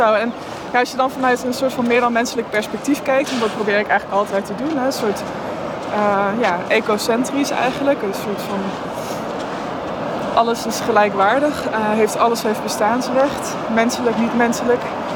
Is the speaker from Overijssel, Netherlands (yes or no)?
no; Zevenaar, Gelderland, Netherlands; born there; also born or lived in Chile; now in Utrecht, Netherlands; ik ben geboren aan de Rijn in Arnhem, Zevenaar. En ik woon nu ook weer aan de Rijn in Utrecht.